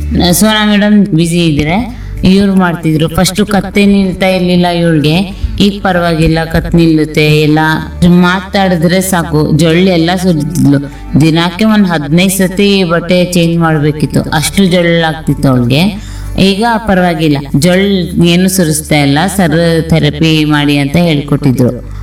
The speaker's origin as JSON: {"language": "Kannada", "town": "Piriyapatna", "region": "Karnataka", "country": "India", "said": "ನಾನು ಪಿರಿಯಾಪಟ್ಟಣದಿಂದ ಬರ್ತಾರದು ವಿವೇಕಾನಂದ ಆಸ್ಪತ್ರೆಗೆ."}